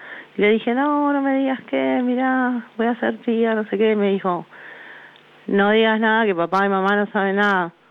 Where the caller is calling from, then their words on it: Buenos Aires, Argentina; Vivo en Villurquiza.